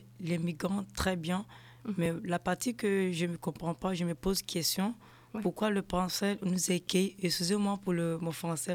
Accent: Côte d’Ivoire; moved away as an adult; now in France; Je suis ivoirien, 100%. Mm-hmm. Donc, je viens de Côte d'Ivoire. Je suis arrivée en France ici en 2023. 2023, je suis passée en Italie pour venir en France ici.

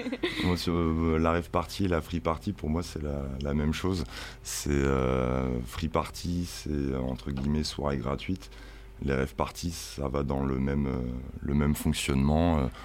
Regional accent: Mer, Centre-Val de Loire, France; also born or lived in Suèvre; moi aussi je suis de Mer. Donc on est de la même commune.

